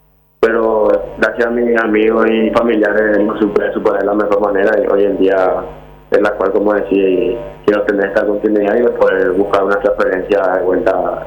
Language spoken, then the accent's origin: Spanish; Altos, Cordillera, Paraguay; Yo soy de Alto, Cordillera.